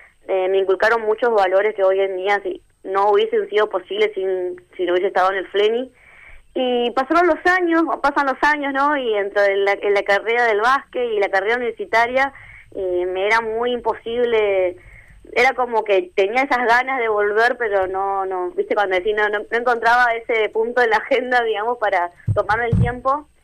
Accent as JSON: {"language": "Spanish", "region": "Corrientes", "country": "Argentina", "said": "Yo soy como, fui con el equipo de Buenos Aires, pero claro. soy correntina."}